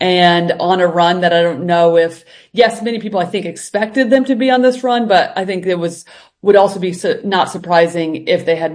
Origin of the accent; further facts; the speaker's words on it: Indianapolis, Indiana, United States; we're both from Indianapolis